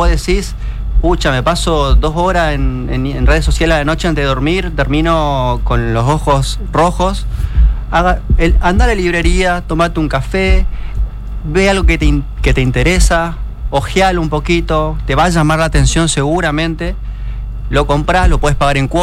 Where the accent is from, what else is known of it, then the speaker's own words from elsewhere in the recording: Pinedo, Chaco, Argentina; born there; now in Resistencia, Argentina; Yo soy chaqueño, obviamente, nací en Pinedo.